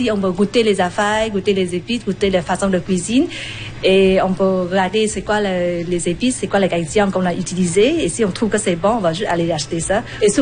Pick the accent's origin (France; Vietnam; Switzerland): Vietnam; French is a second language; Je viens de Vietnam.